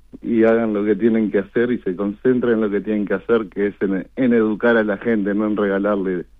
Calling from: Uruguay

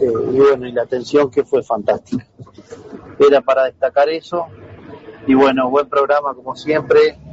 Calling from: Piriápolis, Maldonado, Uruguay; Nosotros somos de Piriápolis.

